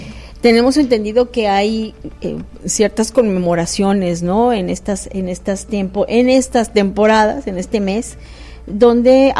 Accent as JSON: {"language": "Spanish", "country": "Mexico"}